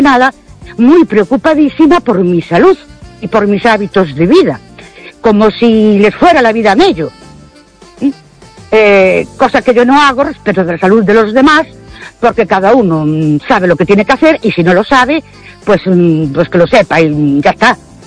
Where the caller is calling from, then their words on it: Ourense, Galicia, Spain; Buenas noches. … de Ourense.